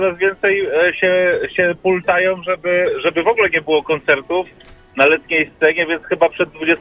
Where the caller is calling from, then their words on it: Warsaw, Masovian Voivodeship, Poland; z Mokotowa.